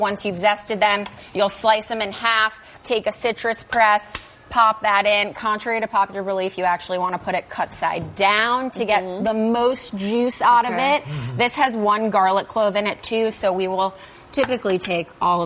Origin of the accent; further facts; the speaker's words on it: Chicago, Illinois, United States; because I'm from the Midwest and I can't help myself.